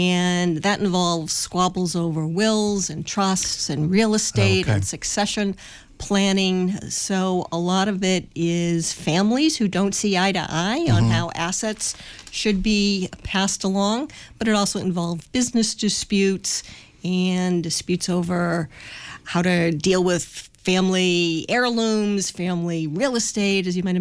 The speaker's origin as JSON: {"language": "English", "town": "Framingham", "region": "Massachusetts", "country": "United States", "tie": "born or raised there", "said": "I grew up in Framingham, so I'm a local kid and live in Metro West now"}